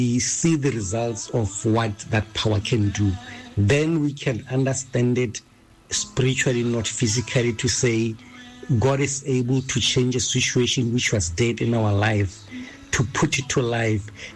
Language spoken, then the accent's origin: English; Kokwehi, Botswana; now in Mahalate, Botswana; I'm in Mahalate, but my hometown is Kokwehi.